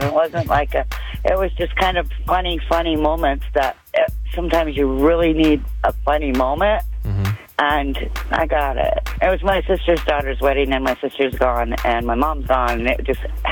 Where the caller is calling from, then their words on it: Apple Valley, Utah, United States; Well, right now I'm in Apple Valley, Utah, but I live in West Jordan.